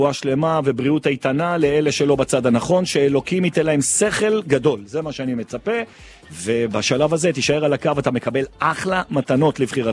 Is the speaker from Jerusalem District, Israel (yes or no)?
yes; Jerusalem, Jerusalem District, Israel; סתם, זה ממשפט כזה שאני שומע בתור ירושלמי.